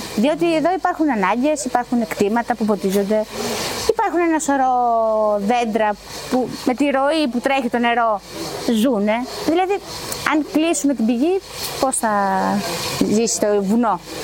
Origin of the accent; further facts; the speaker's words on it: Thessaly, Greece; χωριά σαν τα δικά μας που είμαστε μια ανάσα από το Βόλο, ότι σε 20 λεπτά είμαστε εκεί